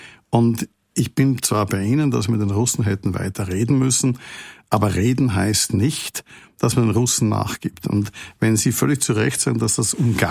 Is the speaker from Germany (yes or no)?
no; Austria; Und ich komme aus einem neutralen Land, wie Sie an meiner Stimme hören. Ich bin Österreicher.